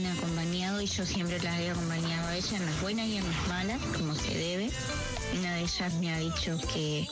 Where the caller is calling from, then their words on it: Paraná, Entre Ríos, Argentina; de Paraná.